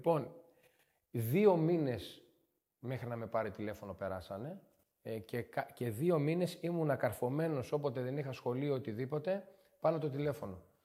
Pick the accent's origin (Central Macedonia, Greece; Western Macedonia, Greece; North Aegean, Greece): Central Macedonia, Greece; Strymoniko; Στο χωριό μου, στο Στριμονικό, μέχρι τα 16 μου. Εκεί ξεκίνησα, από μικρό παιδάκι.